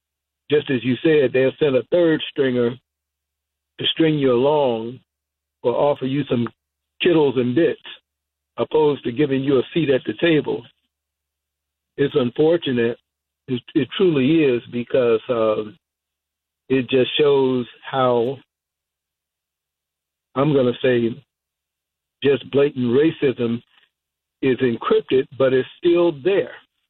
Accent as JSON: {"language": "English", "town": "Chicago", "region": "Illinois", "country": "United States", "tie": "born or raised there", "said": "I'm a Chicagoan as well. Born and raised in Chicago."}